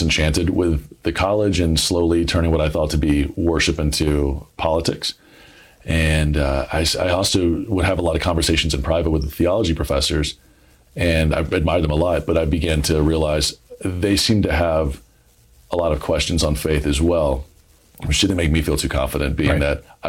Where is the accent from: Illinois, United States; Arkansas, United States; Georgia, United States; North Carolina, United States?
Georgia, United States; Douglasville; born or raised there